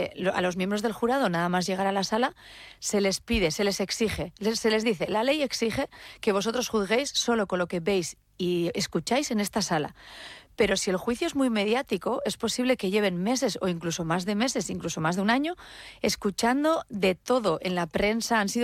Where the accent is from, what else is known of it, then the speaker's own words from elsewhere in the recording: Legazpi, Basque Country, Spain; en mi pueblo, en Legazpi